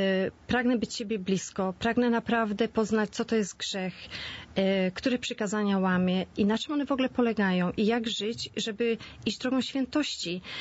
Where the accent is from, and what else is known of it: Świnoujście, West Pomeranian Voivodeship, Poland; moved away